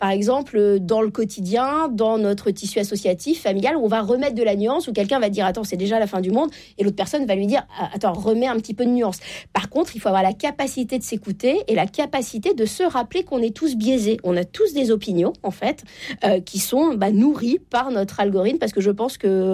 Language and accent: French; Normandy, France; je viens de la Normandie.